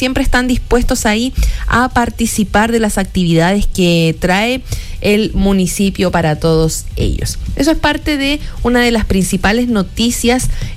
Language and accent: Spanish; Chile; todos estos estas comidas típicas de aquí de los chilenos que nos encanta consumir en estas fechas de celebraciones.